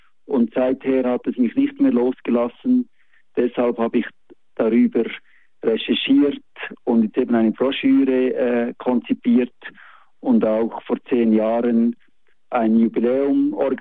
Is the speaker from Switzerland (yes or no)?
yes; Lucerne, Switzerland; now in Eastern Switzerland; Ich bin in der Innerschweiz in Luzern aufgewachsen und ging oft mit meinen Eltern zu Bruder Klaus.